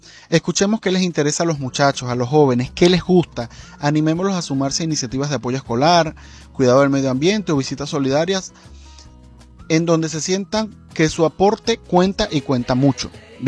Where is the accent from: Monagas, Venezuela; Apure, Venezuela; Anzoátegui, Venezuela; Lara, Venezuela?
Monagas, Venezuela; Maturín; Bueno, desde el Zulia, realmente yo soy de Maturín, Estado Monagas, un oriental aquí trabajando y llevando la misión del día a día en el Zulia